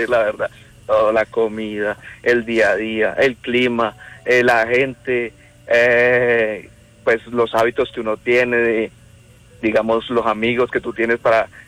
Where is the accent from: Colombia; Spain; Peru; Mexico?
Colombia; Bucaramanga, Santander; mis papás están en Colombia, en Bucaramanga, exactamente, yo soy de Bucaramanga.